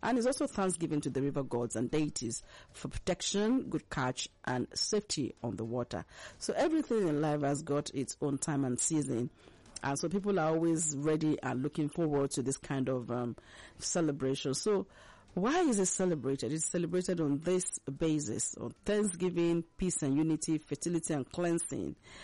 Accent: Akwa Ibom, Nigeria; I am a Nigerian. Forget the fact that I hail from Akwa Ibom, I got married somebody from Abia.

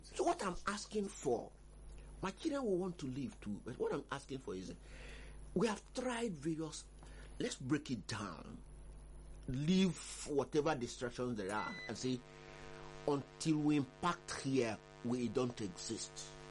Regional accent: Nigeria

